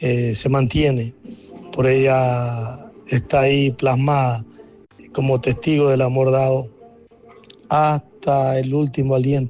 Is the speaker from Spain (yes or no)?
no; Manabí, Ecuador; en la parte de lo que somos, los manabitas.